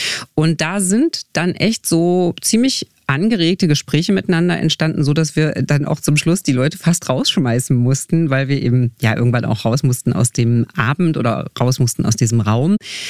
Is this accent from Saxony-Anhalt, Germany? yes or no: yes; Magdeburg, Saxony-Anhalt, Germany; Für die Folge heute war ich in meiner Heimatstadt in Magdeburg